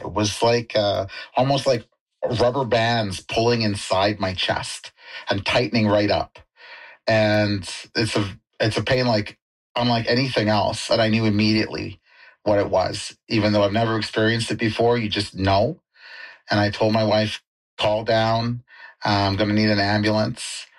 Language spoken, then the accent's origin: English; Maple Ridge, British Columbia, Canada; I'm from Maple Ridge and stuff like that.